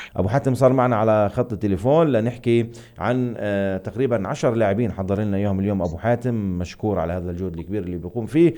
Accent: Palestine

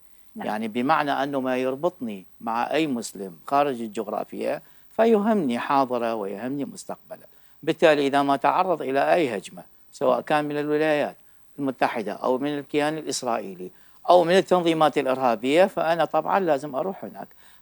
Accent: Iraq; أنا عراقي

